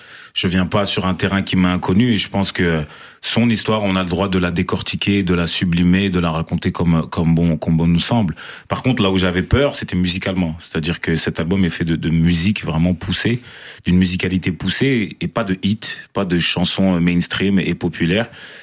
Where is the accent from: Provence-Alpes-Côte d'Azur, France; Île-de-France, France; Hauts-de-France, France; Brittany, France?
Provence-Alpes-Côte d'Azur, France; Marseille; Moi, je suis né quand même en 1996, je suis né à Marseille.